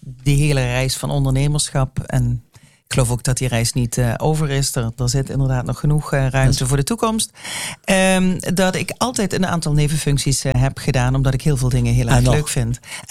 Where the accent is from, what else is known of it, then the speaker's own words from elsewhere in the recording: Gulpen, Limburg, Netherlands; moved away as an adult; also born or lived in Wijlre; now in Maastricht, Netherlands; ik ben geboren getogen in Gulpen. Daar de eerste deel van mijn leven gewoond, later 25 jaar in Vilt.